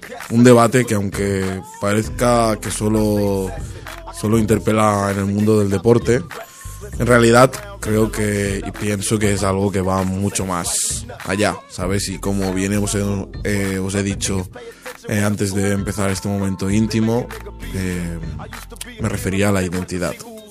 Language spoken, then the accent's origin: Spanish; Olot, Catalonia, Spain; Mis padres son de Gambia. Y claro, yo he nacido aquí, nací en Olot, en Girona. He estudiado aquí, he hecho toda mi vida aquí. Y claro, puedo ser tan catalán como cualquier otra persona